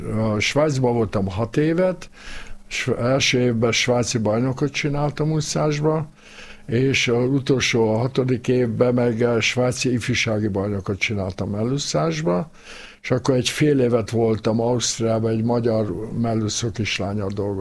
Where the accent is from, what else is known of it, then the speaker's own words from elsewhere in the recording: Hungary; moved away; Abban a pillanatban, hogy elhagytam az országot, akkor is nehéz volt bevallani magamnak, hogy hát én magyar vagyok, és hiányzik.